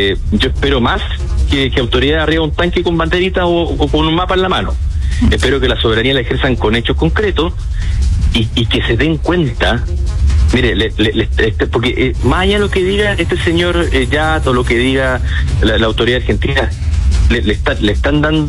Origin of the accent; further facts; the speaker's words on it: Magallanes, Chile; yo estoy cansado, uno como chileno, pero además como magallánico, con el manoseo que se ha dado este Magallanes.